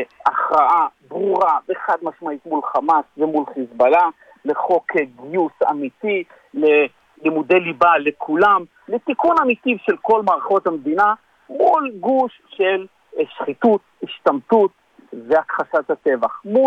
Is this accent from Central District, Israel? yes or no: no; Beit She'an, Northern District, Israel; אני בא מהפריפריה, אני בא מבית שען